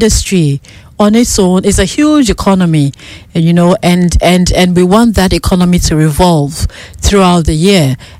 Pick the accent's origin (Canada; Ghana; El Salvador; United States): Ghana; And I was so proud as a Ghanaian, you know.